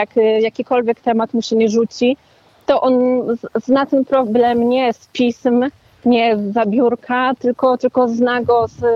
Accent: Kraków, Lesser Poland, Poland; U nas w Krakowie nie ma tego tak mocno zarysowanego na tej linii.

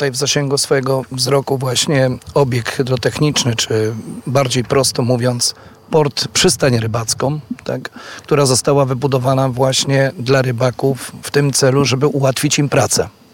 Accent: Pomeranian Voivodeship, Poland; czuję się po prostu przede wszystkim Polakiem, ale też Kaszubem.

